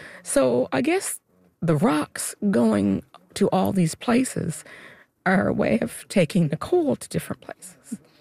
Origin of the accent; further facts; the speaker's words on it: Burgeo, Newfoundland and Labrador, Canada; I'm from Burgio, Newfoundland, and I'm a retired teacher.